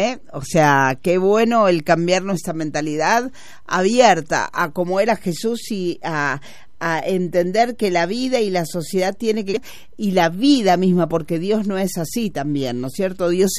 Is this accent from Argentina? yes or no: yes; Argentina; nosotros somos Argentina